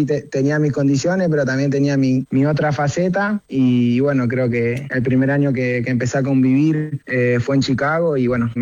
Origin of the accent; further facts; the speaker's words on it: Carmen de Patagones, Buenos Aires Province, Argentina; now in Buenos Aires, Argentina; Yo soy de Carmen de Patagones, sí, ahora estoy en Buenos Aires.